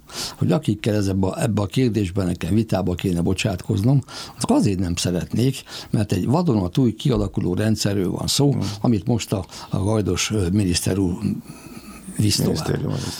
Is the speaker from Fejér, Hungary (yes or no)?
yes; Ercsi, Fejér, Hungary; born there; Ercsibe születtem, a szívem csücske.